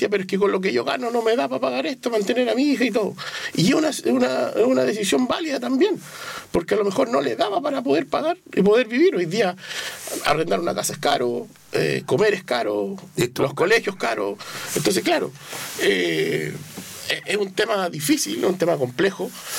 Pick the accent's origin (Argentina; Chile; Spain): Chile; uno lamentablemente como chileno deja todo ahí nomás